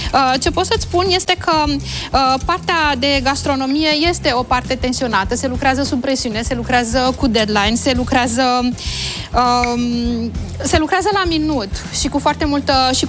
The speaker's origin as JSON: {"language": "Romanian", "town": "Piatra Neamț", "region": "Neamț County", "country": "Romania", "tie": "born or raised there", "also_born_or_lived": "Bacău", "said": "Am copilărit în Piatra Neamț, mergeam destul de des la mătușa mea"}